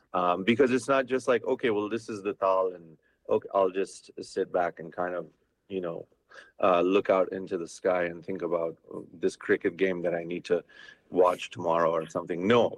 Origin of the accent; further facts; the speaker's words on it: Berkeley, California, United States; being a 7-year-old growing up in Berkeley, California